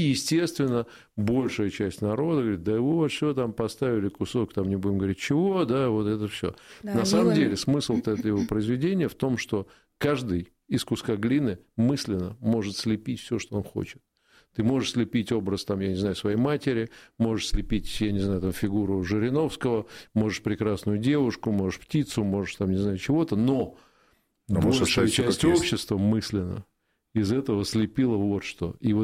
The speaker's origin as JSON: {"language": "Russian", "region": "Moscow", "country": "Russia", "said": "И, конечно, я как москвич, например, ну, это ужас."}